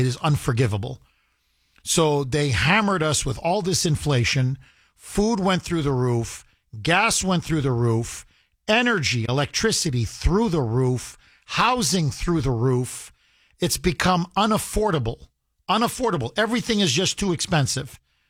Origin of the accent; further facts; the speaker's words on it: Massachusetts, United States; And I'm an American, born, raised on the Cape, 40 years.